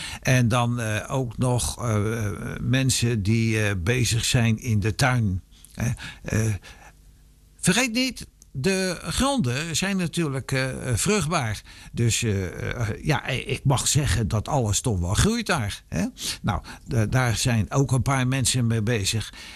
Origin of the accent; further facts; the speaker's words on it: West Papua, Indonesia; Ik zie ons huis waar ik opgroeide en pijnlijk mijn jeugd achterliet. In gedachten langs plekken waar ik met vriendjes ging zwemmen.